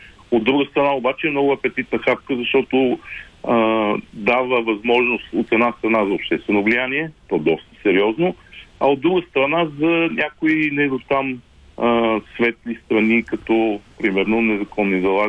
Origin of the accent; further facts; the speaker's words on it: Plovdiv, Plovdiv Province, Bulgaria; moved away; въпреки че съм от Пловдив, да, рождение и възпитание, излязах от града през 83-та година